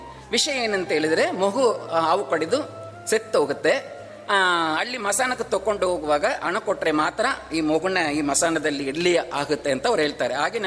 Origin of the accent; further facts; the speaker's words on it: Tamil Nadu, India; Kannada is a second language; ನಮ್ಮ ಚೆನ್ನೈ ಪಕ್ಕದಲ್ಲಿ ಇದೆ